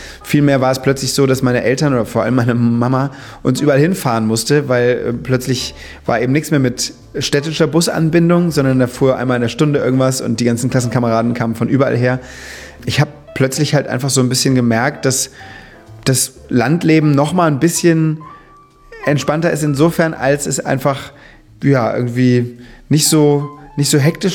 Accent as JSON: {"language": "German", "town": "Mainz", "region": "Rhineland-Palatinate", "country": "Germany", "tie": "born there", "said": "Ich bin gebürtig aus Mainz und die ersten 10 Jahre meines Lebens, also auch das Grundschulalter, habe ich in einem Vorort von Mainz verbracht"}